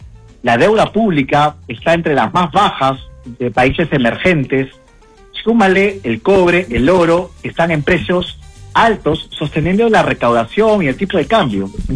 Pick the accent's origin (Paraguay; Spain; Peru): Peru